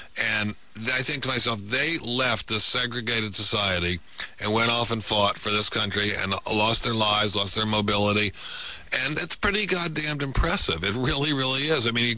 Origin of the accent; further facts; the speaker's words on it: Washington, District of Columbia, United States; When I was a child growing up in Washington, D.C., not Mississippi, not Alabama, Washington, D.C.